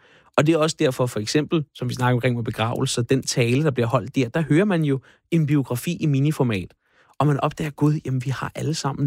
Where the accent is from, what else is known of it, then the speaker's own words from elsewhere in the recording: Frederiksværk, Capital Region of Denmark, Denmark; Frederiksværk, min gamle, hvor jeg er opvokset.